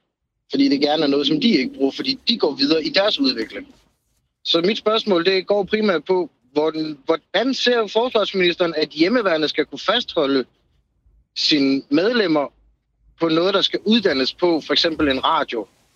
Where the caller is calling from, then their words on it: Haderslev, Region of Southern Denmark, Denmark; Jeg er fra Haderslev.